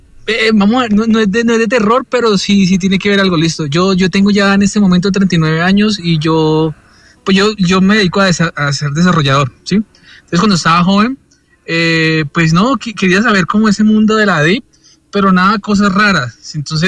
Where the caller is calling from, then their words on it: Bogotá, Colombia; me comunico de acá de Bogotá.